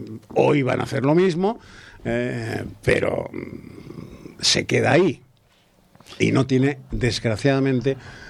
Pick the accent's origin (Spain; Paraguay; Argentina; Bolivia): Spain